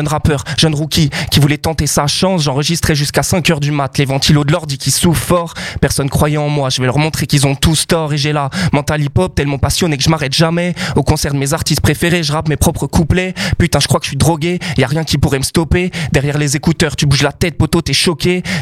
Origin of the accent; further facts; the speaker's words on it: Paris, Île-de-France, France; c'est une des salles où je suis allé voir mes premiers concerts quand j'étais petit à Paris.